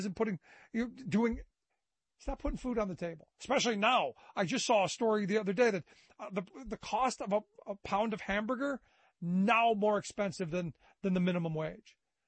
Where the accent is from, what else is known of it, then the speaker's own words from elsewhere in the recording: Cleveland, Ohio, United States; I go back to my hometown of Cleveland.